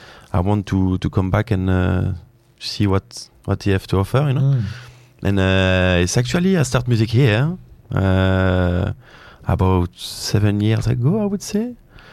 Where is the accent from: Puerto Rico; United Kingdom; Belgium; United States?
Belgium; accent: French; I'm from Belgium.